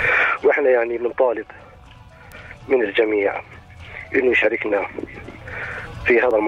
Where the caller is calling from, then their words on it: West Bank, Palestine; احنا اهل اللي ساكنين قبل محسوم عطاره.